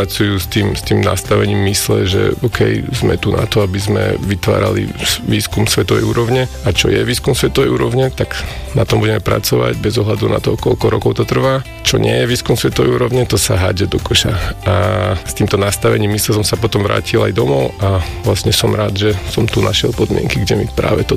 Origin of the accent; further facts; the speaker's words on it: Spišská Nová Ves, Košice Region, Slovakia; also born or lived in Brno, Czechia; now in Australia; a narodil som sa v Spiskej Novej Vsi.